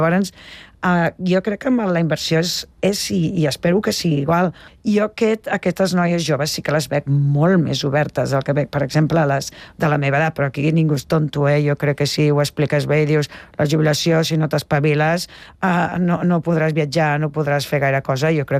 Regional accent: Tarragona, Catalonia, Spain; Jo, que soc de Tarragona, tenia amics que es muntaven un bar a Salou

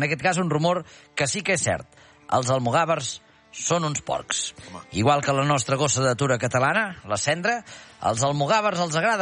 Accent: Catalonia, Spain; Bueno, jo sóc català també.

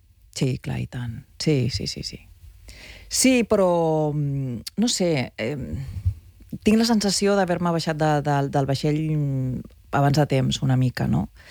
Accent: Barcelona, Catalonia, Spain; also born or lived in Madrid, Spain; Però jo soc del barri de la Sagrada Família, que ara m'emociona moltíssim.

